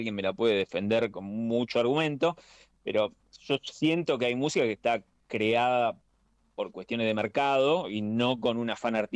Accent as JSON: {"language": "Spanish", "region": "Buenos Aires Province", "country": "Argentina", "tie": "born or raised there", "said": "Yo soy del conurbano de Zona"}